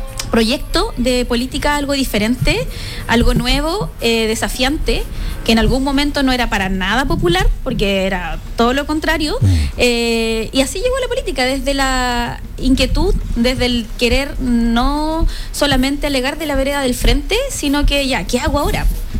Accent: San Pedro de la Paz, Biobío, Chile; nací y malcriada en San Pedro, yo creo que eso es lo que me acerca bastante a la comuna. Soy mamá, tengo un par de varones

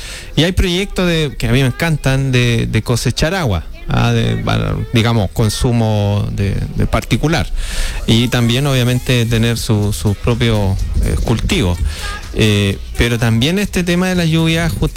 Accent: Chile; nosotros como chilenos.

